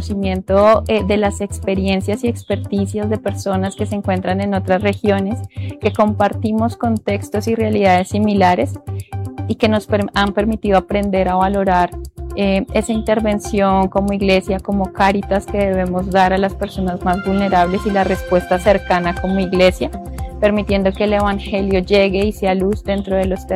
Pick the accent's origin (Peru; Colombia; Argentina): Colombia; vengo de Colombia.